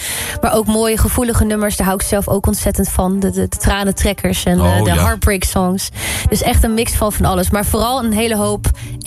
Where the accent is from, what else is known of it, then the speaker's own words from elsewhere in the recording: IJsselstein, Utrecht, Netherlands; inderdaad. Ik ben 27 jaar. Ik kom uit IJsselstein.